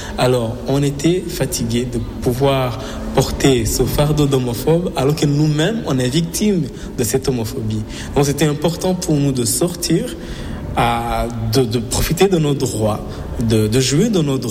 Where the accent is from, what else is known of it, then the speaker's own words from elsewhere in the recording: Rwanda; moved away as an adult; now in Montreal, Canada; Moi, je viens du Rwanda.